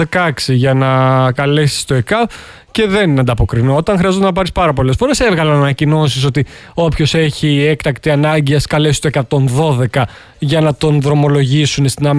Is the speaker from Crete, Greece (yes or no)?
yes; Crete, Greece; Εγώ έχω μεγαλώσει στην Κρήτη.